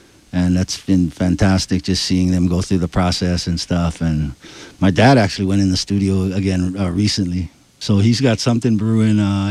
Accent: Palolo, Hawaii, United States; I grew up in Palolo in the housing projects there. The great thing about that is there's kids everywhere.

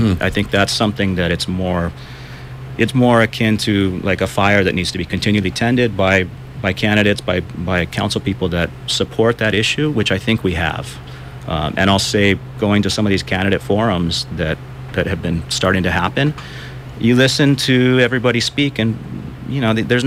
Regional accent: Kauai, Hawaii, United States; A little bit about myself, I'm born and raised on Kauai. I grew up on the North Shore of Kauai. Went to school through the public system around the North Shore

